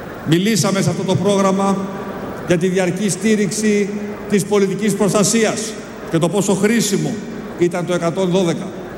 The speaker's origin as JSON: {"language": "Greek", "region": "Crete", "country": "Greece", "said": "Ο τόπος μου, η Κρήτη"}